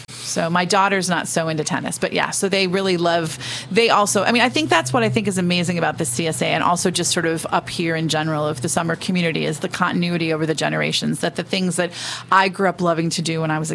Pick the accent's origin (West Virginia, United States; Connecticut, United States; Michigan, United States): Michigan, United States; Flint; also born or lived in Benzie County, Michigan; now in London, United Kingdom; So I'm from Michigan originally. I grew up in Flint, but spent every summer of my life here in Benzie County. I'm a journalist. I'm based in London in the UK now.